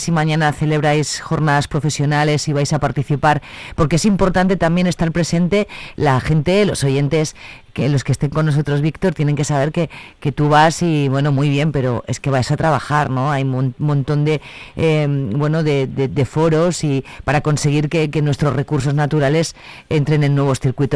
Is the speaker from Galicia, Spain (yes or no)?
no; Tábara, Castile and León, Spain; yo tengo mascarada en mi pueblo y que yo soy una fiel defensora de esta tradición